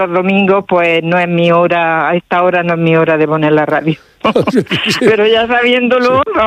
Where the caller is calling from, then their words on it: Cartagena, Region of Murcia, Spain; Llamo de Los Dolores, de Cartagena.